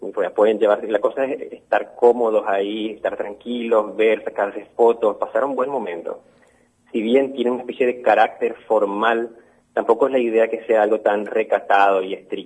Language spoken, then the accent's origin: Spanish; Formosa, Argentina; now in Paraguay; si bien yo vivo en Paraguay actualmente, yo sigo siendo un formoseño